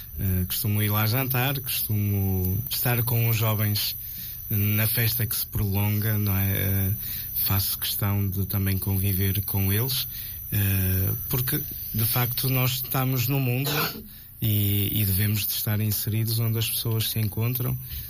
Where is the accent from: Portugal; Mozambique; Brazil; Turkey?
Portugal; Porto, Norte; Eu sou natural do Porto, da cidade do Porto, portanto, da grande festa de São João.